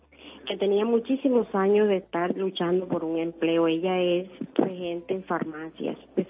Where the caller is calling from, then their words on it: Sahagún, Córdoba, Colombia; En Sahagún, en el departamento de Córdoba.